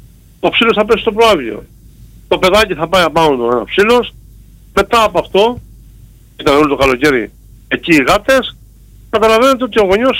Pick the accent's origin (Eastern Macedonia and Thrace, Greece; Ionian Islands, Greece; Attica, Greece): Ionian Islands, Greece; Volimes; στο χωριό μου, στις Βολίμες.